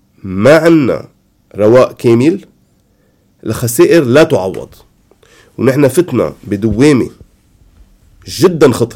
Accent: Lebanon; انا اليوم كسروان كتر خير الله ما انا مضروبه، انا لبناني،

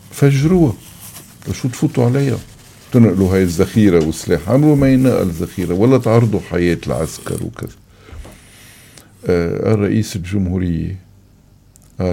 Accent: Lebanon; ونحن كشعب لبناني

